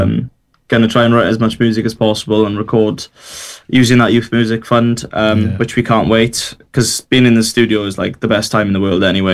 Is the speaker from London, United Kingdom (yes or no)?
no; Burry Port, Wales, United Kingdom; Burryport, my hometown